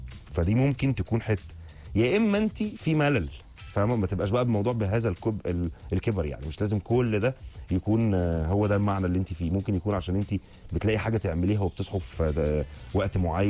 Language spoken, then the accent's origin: Arabic; Alexandria, Alexandria Governorate, Egypt; من اسكندريه، عندي ولد وبنت غالبا في الدراسه